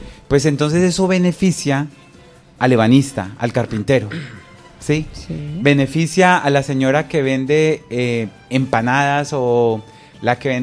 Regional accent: Neiva, Huila, Colombia; now in Pereira, Colombia; Experiencia que nace en el Huila, porque soy opita. Yo soy de Neiva. Nací en Neiva y me crié en Neiva y viví en la misma casa donde nací hasta que me fui para la ciudad de Pereira

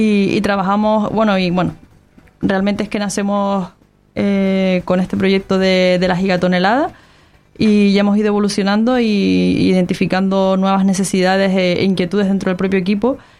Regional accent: Canary Islands, Spain; somos los canarios

